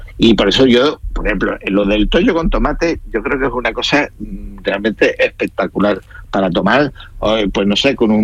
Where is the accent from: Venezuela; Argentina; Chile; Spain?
Spain; El Puerto de Santa María, Andalusia; Yo soy del puerto de Santa María, ¿no? Y de la provincia de Cádiz.